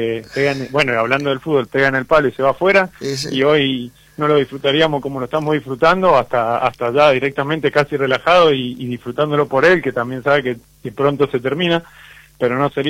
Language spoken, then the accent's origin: Spanish; Argentina; siendo de nuestro país